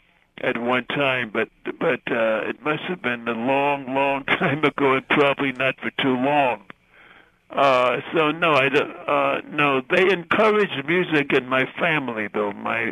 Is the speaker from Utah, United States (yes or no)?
no; New York City, New York, United States; I was born in Harlem